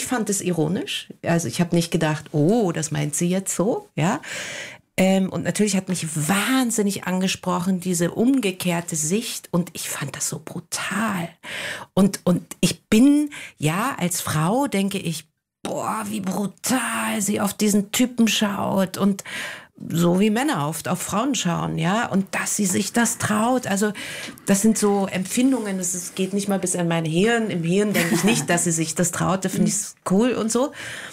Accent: Germany; moved away; Ich komme ja ursprünglich aus der DDR.

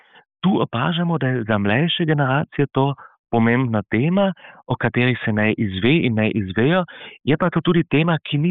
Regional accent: Carinthia, Austria; Koroški Slovenci, koroške Slovenke smo tu pretrpeli

